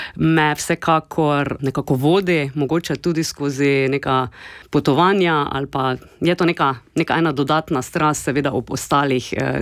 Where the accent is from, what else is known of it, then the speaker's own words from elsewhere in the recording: Ljutomer, Prlekija, Slovenia; accent: Prlekija; prihajam iz Prlekije, sem 100% prlečka